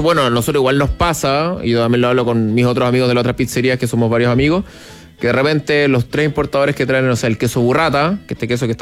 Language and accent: Spanish; Viña del Mar, Valparaíso, Chile; Sí, yo también soy de Viña.